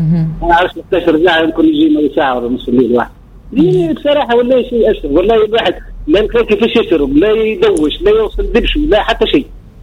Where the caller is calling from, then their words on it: Tunisia; من الغرابة.